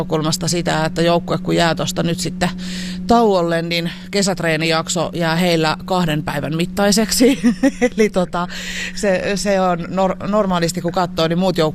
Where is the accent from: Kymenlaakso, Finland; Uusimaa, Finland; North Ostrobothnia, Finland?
Kymenlaakso, Finland; Kouvola; me ollaan Kouvolasta tai me ollaan Kymenlaaksosta